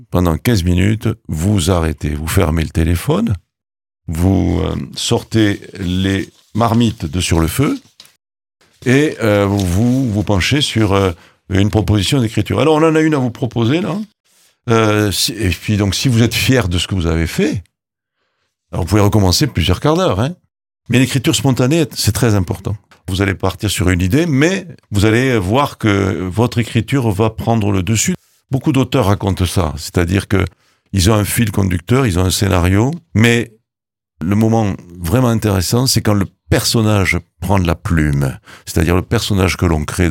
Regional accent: Occitanie, France; Ah oui, parce qu'on est du Volvestre.

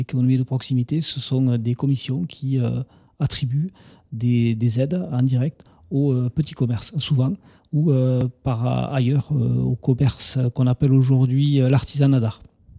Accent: Tarascon, Occitanie, France; born there; je suis né en Ariège en 1970, j'ai aujourd'hui 56 ans.

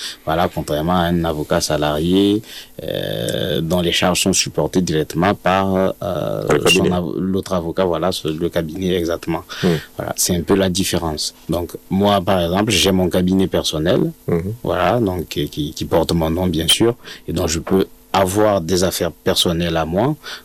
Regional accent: Togo; moved away as an adult; rentrer chez moi au Togo

